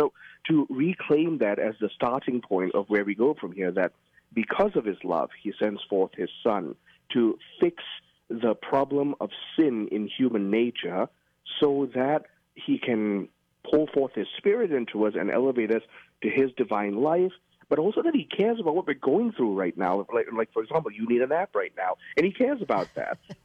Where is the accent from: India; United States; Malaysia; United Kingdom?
Malaysia; Kuala Lumpur; I grew up in Malaysia, Kuala Lumpur, and the way the biblical story has taken hold in the West is simply not the way it has taken hold in the East.